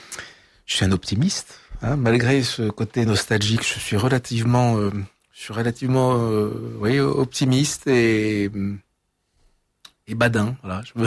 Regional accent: Centre-Val de Loire, France; born there; Vous voyez, moi, mes départements de prédilection, je suis né dans le Cher, mais c'est l'Indre, la Nièvre.

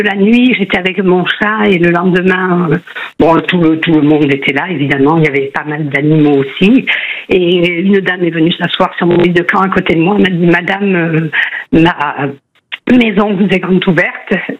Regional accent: Bordeaux, Nouvelle-Aquitaine, France; born there; also born or lived in Arcachon Basin; now in Mios, France; moi je suis née à Bordeaux, mais je suis issue d'une des plus vieilles familles du bassin.

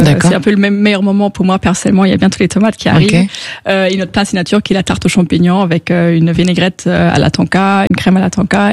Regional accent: Luxembourg; now in Paris, France; Enfin, moi, je viens du Luxembourg

